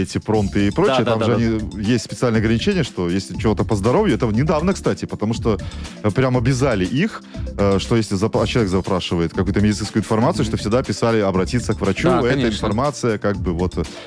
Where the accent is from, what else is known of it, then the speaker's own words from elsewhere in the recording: Belarus; мы же белорусы.